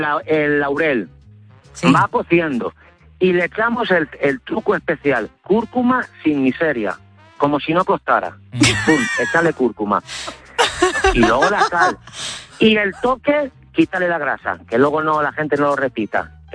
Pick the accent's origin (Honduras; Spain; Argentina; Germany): Spain; La Solana, Castilla-La Mancha; Yo soy de La Solana, Ciudad Real.